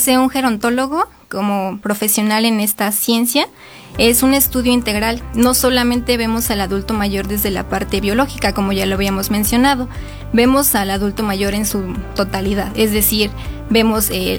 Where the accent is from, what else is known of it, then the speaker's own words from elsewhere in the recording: Zimapán, Hidalgo, Mexico; yo soy originaria del municipio de Simapán, de la localidad de Lázaro Cárdenas Remedios.